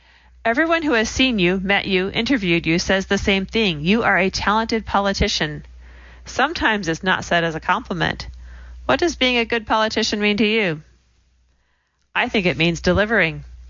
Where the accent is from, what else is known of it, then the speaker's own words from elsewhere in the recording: Uganda; born there; I was born in Uganda, East Africa.